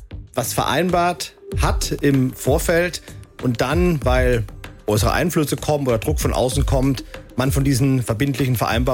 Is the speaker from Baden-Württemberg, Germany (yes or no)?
yes; Ohlsbach, Baden-Württemberg, Germany; also born or lived in Offenburg; now in Grenzach-Wyhlen, Germany; ich bin 44 Jahre alt, bin verheiratet, Vater von 3 wunderbaren Kindern, komme gebürtig aus Ohlsbach, bin in Offenburg zur Schule gegangen